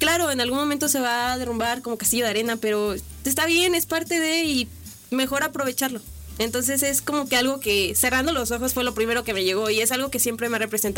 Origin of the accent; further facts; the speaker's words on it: Aguascalientes, Mexico; born there; also born or lived in Veracruz; Soy de Aguascalientes, okay. Pero es que me adoptaron aquí. O sea, aquí nací, aquí me adoptaron y luego me llevaron a vivir a Veracruz porque ahí consiguió papá trabajo. Y porque creo que sí, él sí es de Veracruz. Y ya, pero nos regresamos porque la inseguridad allá sí estaba fea.